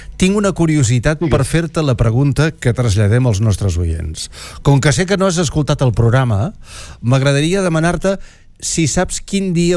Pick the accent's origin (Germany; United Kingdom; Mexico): United Kingdom; England; Catalan is a second language; I com a bon anglès, i amb una cultura on la patata fregida hi té una importància vital